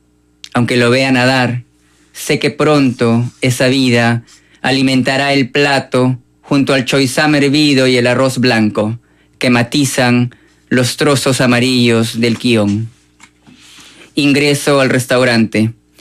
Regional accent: Peru; Yo no soy chino. Soy peruano, nunca voy a ser chino. Soy tusán, ¿no?

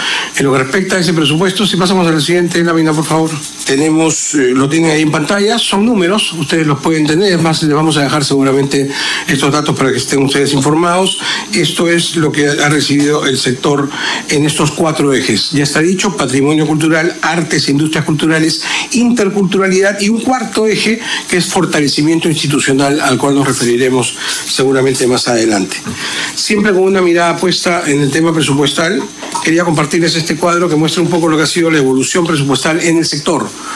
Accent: Peru; de reconocernos todos dentro de nuestras diferencias como peruanos.

